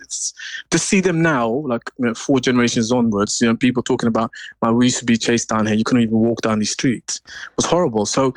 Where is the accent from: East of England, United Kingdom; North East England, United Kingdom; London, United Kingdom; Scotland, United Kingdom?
London, United Kingdom; I'm from Summerstown originally, Camden